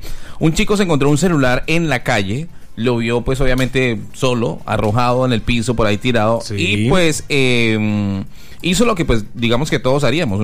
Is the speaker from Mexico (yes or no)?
no; Colombia